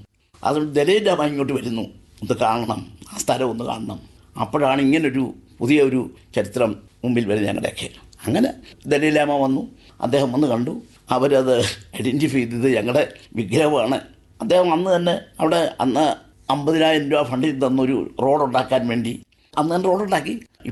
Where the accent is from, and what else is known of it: Ambalappuzha, Kerala, India